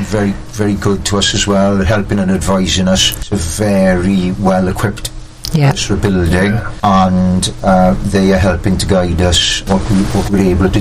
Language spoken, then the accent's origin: English; Burry Port, Wales, United Kingdom; We also did the summer festival in Ballyport, which is my hometown